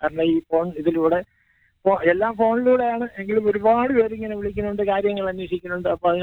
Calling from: Mundela, Kerala, India; ഞാനും മുണ്ടേല.

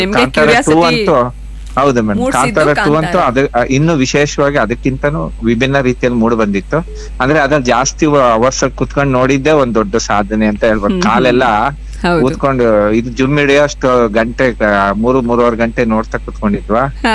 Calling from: Shivamogga, Karnataka, India; Vidyanagar Shivamogga

